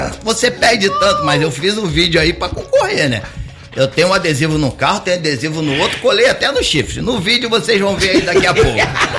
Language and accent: Portuguese; Rio de Janeiro, Brazil; now in Natal, Brazil; eu sou carioca.